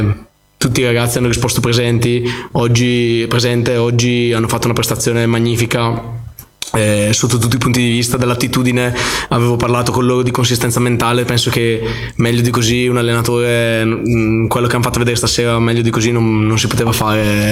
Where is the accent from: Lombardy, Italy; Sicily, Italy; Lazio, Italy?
Lombardy, Italy; Brescia